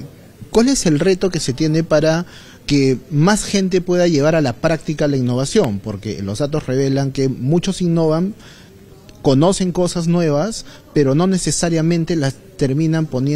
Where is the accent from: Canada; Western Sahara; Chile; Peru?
Peru; ¿Qué tan innovadores somos los peruanos y especialmente los jóvenes?